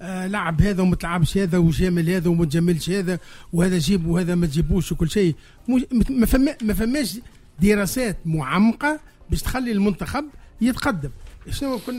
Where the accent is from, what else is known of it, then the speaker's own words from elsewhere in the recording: Tunisia; انا كتونسي